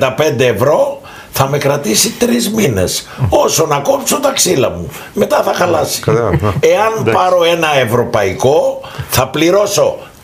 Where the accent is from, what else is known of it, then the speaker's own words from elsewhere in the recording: Rhodes, South Aegean, Greece; Εγώ πρώτα είμαι Ροδίτης.